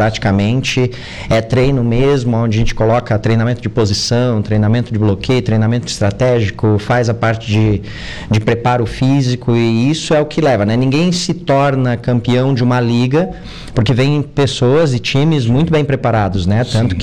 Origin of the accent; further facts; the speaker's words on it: Uruguaiana, Rio Grande do Sul, Brazil; moved away; also born or lived in Paraná; Comecei no Paraná, sou gaúcho também, de Uruguaiana.